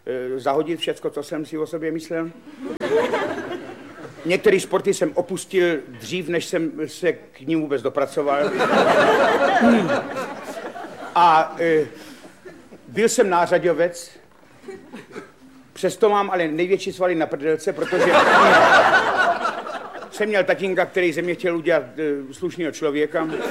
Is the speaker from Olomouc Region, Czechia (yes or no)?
no; Ivančice, South Moravian Region, Czechia; Já jsem se narodil v Ivančicích, mě nerodila porodní bába, my jsme s ní nevycházeli, tak tam byly jistý obavy, a tak jsem se narodil v porodnici a v těch Ivančicích jsem prožíval velký kus svého mládí.